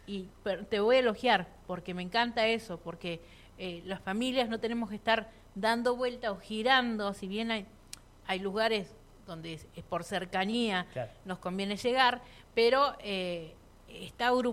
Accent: Cipolletti, Río Negro, Argentina; nosotros que somos de Chipoleti

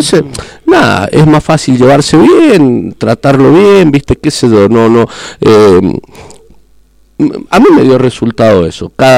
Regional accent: Mendoza, Argentina; Yo vengo de Mendoza, sí. Manejé un par de años en Mendoza.

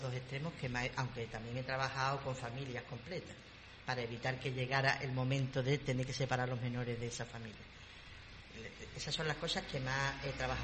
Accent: Cádiz, Andalusia, Spain; born there; Yo nací en Cádiz.

